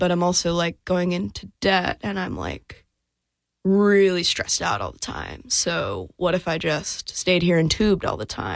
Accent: Colorado, United States; I've just always kind of had this feeling since I was a young kid growing up in Colorado and going down to New Mexico

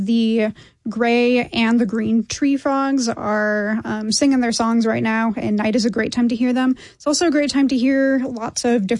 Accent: Montana, United States; now in Tennessee, United States; I grew up in Montana.

